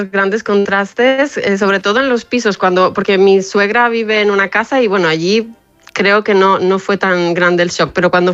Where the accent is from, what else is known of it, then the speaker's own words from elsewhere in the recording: Alicante, Valencian Community, Spain; La costa, por ejemplo, aquí, bueno, de donde yo soy, en Alicante, está todo muy construido